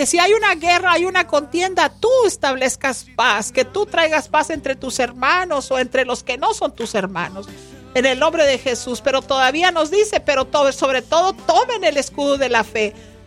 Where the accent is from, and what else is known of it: United States